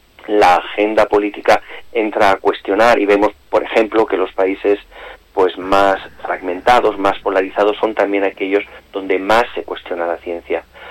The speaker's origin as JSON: {"language": "Spanish", "town": "Villamediana de Iregua", "region": "La Rioja", "country": "Spain", "tie": "born or raised there", "moved": "yes", "said": "me siento muy orgulloso de llevar siempre el nombre de La Rioja, de mi pueblo, de Villamediana, allí donde voy."}